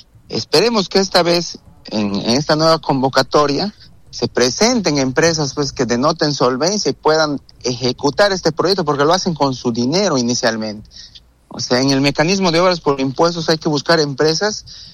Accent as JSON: {"language": "Spanish", "region": "San Martín", "country": "Peru", "said": "Yo soy de San Martín, entonces a mí no me gustaría que a mi región le vaya mal."}